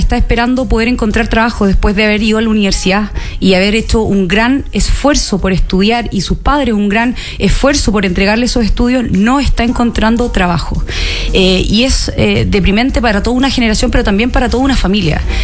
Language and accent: Spanish; Chile; yo probablemente no alcancé a vivir todavía tantas décadas en este país